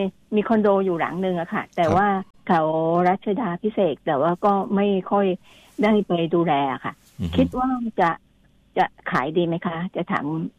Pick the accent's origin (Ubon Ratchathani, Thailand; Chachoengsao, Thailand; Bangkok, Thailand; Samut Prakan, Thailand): Bangkok, Thailand; born there; 8โมงค่ะที่กรุงเทพค่ะ